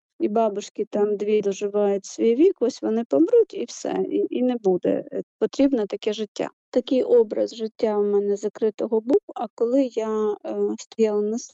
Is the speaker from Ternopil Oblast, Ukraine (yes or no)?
no; Chornomorsk, Odesa Oblast, Ukraine; Я сама з Одеської області, це місто Іллічівськ. Раніше був, зараз його, на щастя, перейменували на Чорноморськ.